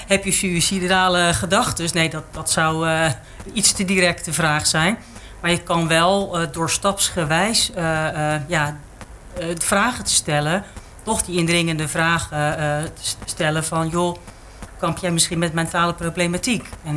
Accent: Gouda, South Holland, Netherlands; Ik ben geboren en getogen Gouwenaar.

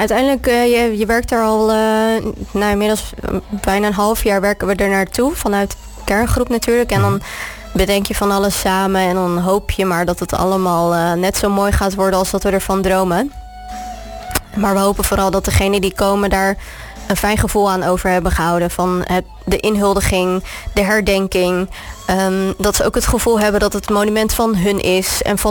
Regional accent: Capelle aan den IJssel, South Holland, Netherlands; ik kom dus uit Capelle.

